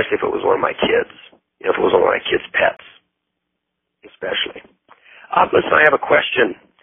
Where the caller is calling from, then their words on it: California, United States; I'm calling from Central California.